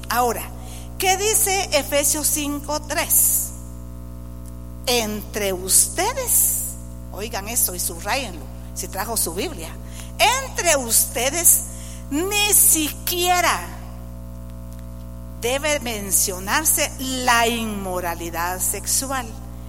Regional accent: Zacapa, Guatemala; Los de Zacapa, soy de Zacapa, ¿va? Y ustedes saben cómo hablan los de Zacapa.

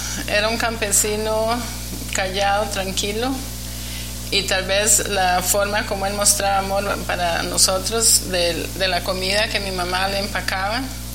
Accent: San José, Costa Rica; yo nací en San José, Costa Rica. Uh-huh. Y somos 7 hermanos. Yo soy la número 3 y crecí en un ambiente campesino.

